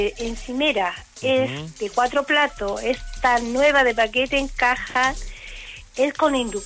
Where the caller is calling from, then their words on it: Copiapó, Atacama, Chile; de Copiapó.